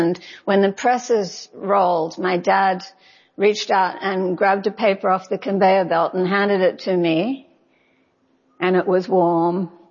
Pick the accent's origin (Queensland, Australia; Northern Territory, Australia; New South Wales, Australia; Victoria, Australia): New South Wales, Australia; Sydney; Growing up in Sydney, I didn't know anyone who was.